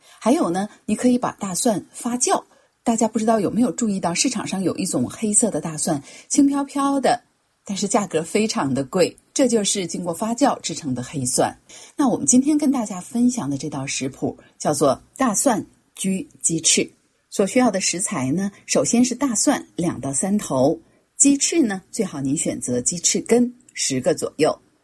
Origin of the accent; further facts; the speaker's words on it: China; 我们中国人